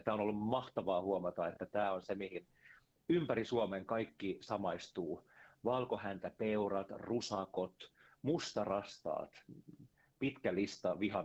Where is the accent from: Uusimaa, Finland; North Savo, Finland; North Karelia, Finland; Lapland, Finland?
Uusimaa, Finland; Siuntio; täällä Siuntiossa, omakotitalossa, mun niin kuin juurien kotikunnassa, täältä mä oon kotoisin.